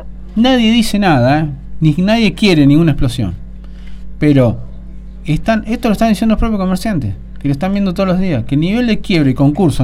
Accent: Argentina

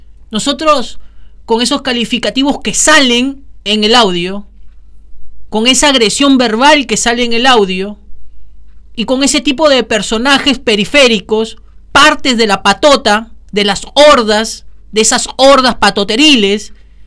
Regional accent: Argentina; Somos ciudadanos argentinos, argentinos.

